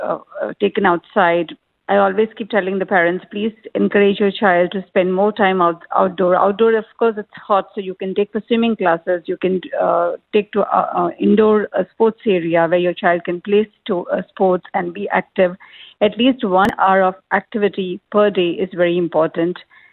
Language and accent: English; India; moved away as an adult; now in United Arab Emirates; there was a phase when I used to practice back home. I'm from India